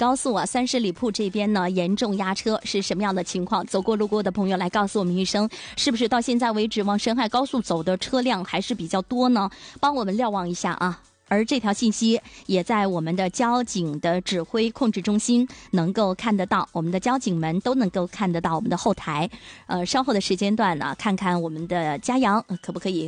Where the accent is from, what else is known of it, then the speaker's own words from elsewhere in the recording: Dalian, Liaoning, China; 我们大连人对大连的这个城市的热浪高